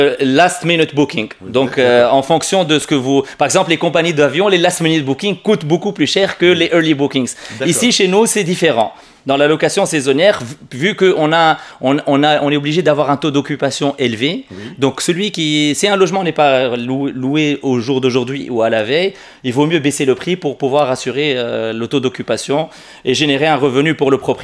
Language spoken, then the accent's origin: French; Tunisia; on est Tunisien, on vit en Tunisie mais on sort pas du quartier